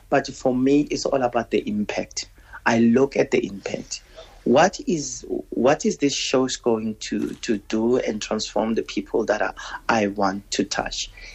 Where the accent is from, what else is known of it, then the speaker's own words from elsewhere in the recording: South Africa; as a South African producer